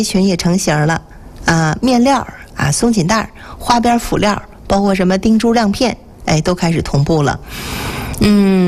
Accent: Northeast China, China; 对于咱们东北人来讲啊是不太愿意提的一件事儿

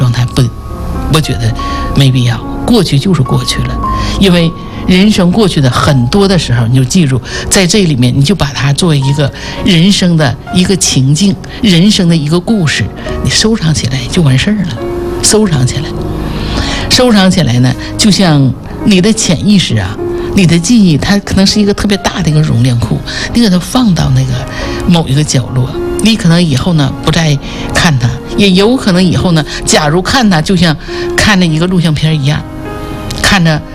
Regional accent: Jinzhou, Liaoning, China; accent: Northeastern dialect; 我们东北人叫割了半儿哈，锦州人哈

